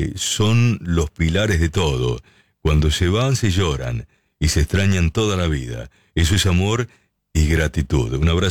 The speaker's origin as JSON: {"language": "Spanish", "region": "Sonora", "country": "Mexico", "said": "de Sonora, México. Ayer no logré escucharte, amigo, ya que andamos por el sur de México y se pierde mucho la señal, porque estamos entre las montañas."}